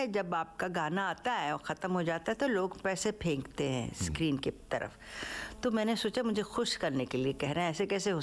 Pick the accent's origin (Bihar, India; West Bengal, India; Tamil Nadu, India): Tamil Nadu, India; also born or lived in Vijayawada; मेरे ख्याल से कुछ घंटे डेढ़ घंटे का सफ़र है चेन्नई से वहाँ, मतलब मैं तमिलियन हूँ समझिए।